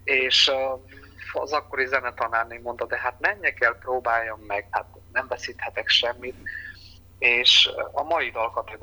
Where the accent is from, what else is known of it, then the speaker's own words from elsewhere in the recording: Berehove, Zakarpattia Oblast, Ukraine; Igen, hát én egy nagyon szép kis polgári városban születtem, az egykori történelmi Magyarország Bereg vármegyéhez tartozott. Beregszász városa egy nagyon nagy múltú város